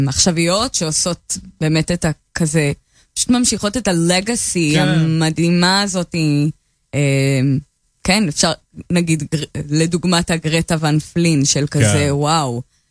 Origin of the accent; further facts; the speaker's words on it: Jerusalem, Jerusalem District, Israel; באמת גדלתי במלחה, והרבה ממה שהיינו שומעות זה כזה פופ, כן?